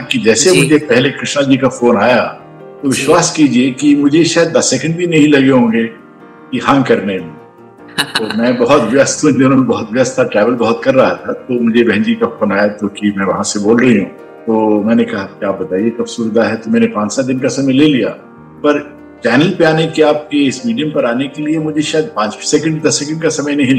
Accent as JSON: {"language": "Hindi", "region": "Haryana", "country": "India", "tie": "born or raised there", "said": "मेरा जन्म 1955 में हुआ, फरवरी 1955 में। कुरुक्षेत्र के पास एक गांव है, एक कृषि परिवार से बिलोंग करता हूँ, आज भी इनसे जुड़ा हुआ हूँ।"}